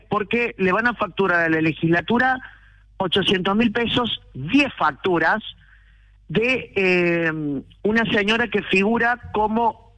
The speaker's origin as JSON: {"language": "Spanish", "town": "Río Seco", "region": "Córdoba", "country": "Argentina", "said": "acá uno cuando llegas te ven periodista de Córdoba, más allá que somos de Río Seco, pero de Córdoba te comienzan a tirar información."}